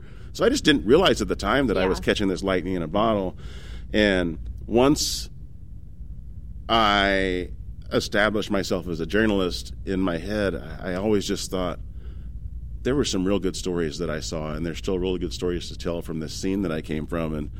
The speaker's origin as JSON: {"language": "English", "region": "Oklahoma", "country": "United States", "said": "but I am from Oklahoma's Red Dirt scene, and I kind of grew up as a journalist and writer around the artists that ultimately would go on to give that scene the gravity that it has now."}